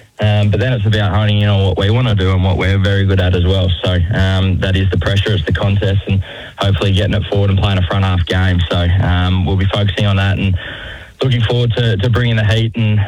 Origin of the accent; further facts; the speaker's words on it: Wagga Wagga, New South Wales, Australia; Yeah, I did, mate. It was always rugby league on a Saturday, so on a Sunday, and then about the age of 16, I had to make a choice.